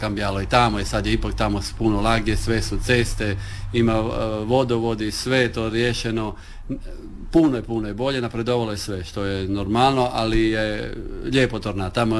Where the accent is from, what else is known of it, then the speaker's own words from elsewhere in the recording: Motovun, Istria County, Croatia; prvo reći iz Motovuna, iz Kaldira, to su moji korijeni, to je moj rod i jako sam ponosan